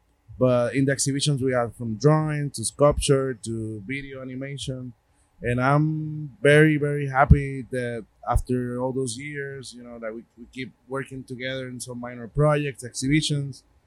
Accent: Puerto Rico; accent: Puerto Rican; my Puerto Rican accent, which I'm very proud of.

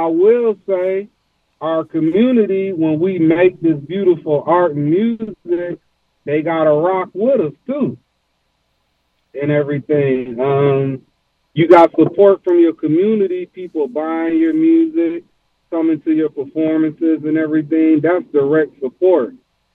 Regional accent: Detroit, Michigan, United States; also born or lived in Philadelphia; It's a combination with the way I was taught from … in Detroit, because I grew up between Detroit and Philly.

